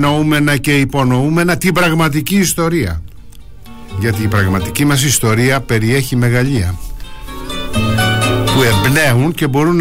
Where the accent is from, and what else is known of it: Greece